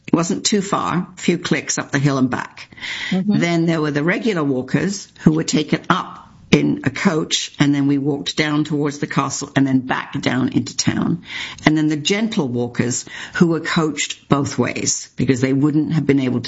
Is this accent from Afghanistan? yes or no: no; England, United Kingdom; now in Canada; growing up in England